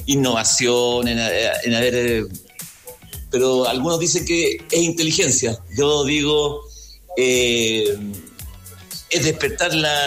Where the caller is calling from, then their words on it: Vallenar, Atacama, Chile; Yo soy de Vallenar.